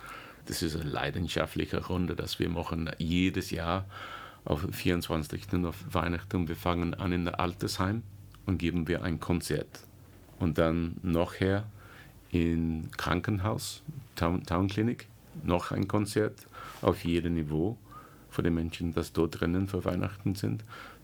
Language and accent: German; Walton-on-Thames, South East England, United Kingdom; German is a second language; moved away; also born or lived in Chelsea; Ich bin in Chelsea geboren, aber mein Kinderzeit war in Walton-on-Thames. Das ist 20, 25 Minuten außen vom London. Und das ist auch ein kleines Dorf